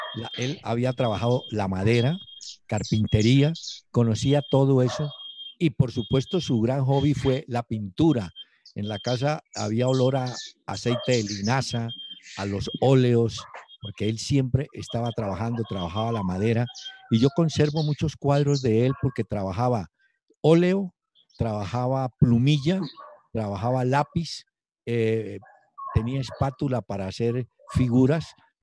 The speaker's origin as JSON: {"language": "Spanish", "town": "Cali", "region": "Valle del Cauca", "country": "Colombia", "tie": "born there", "said": "Mire, no, mis padres sí eran de Montenegro. Yo nací en Cali porque ellos se fueron a vivir muy, muy pronto a Cali."}